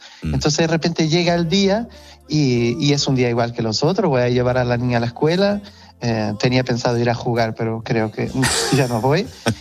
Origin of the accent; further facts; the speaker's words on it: Portugal; first language Portuguese; Spanish is a second language; lo que traigo es mi acento, y yo estoy muy orgulloso del portugués, de la lengua portuguesa, y también como la hablan los portugueses, ¿sabes?